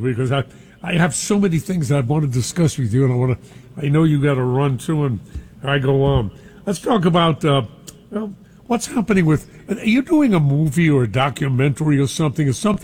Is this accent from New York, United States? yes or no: yes; New York City, New York, United States; I was brought up in Brooklyn